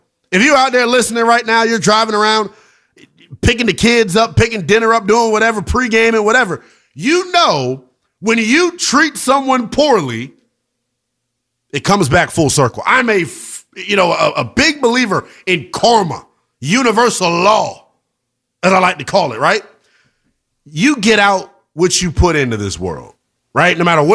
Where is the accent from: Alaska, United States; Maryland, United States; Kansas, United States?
Maryland, United States; We're both from Maryland, I'm pretty sure.